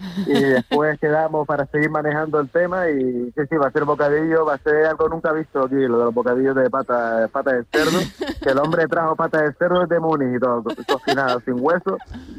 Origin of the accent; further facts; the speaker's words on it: Telde, Canary Islands, Spain; moved away as an adult; now in Berlin, Germany; Yo en Las Palmas, soy de Gran Canaria, del municipio de Telde, del barrio de La Pardilla.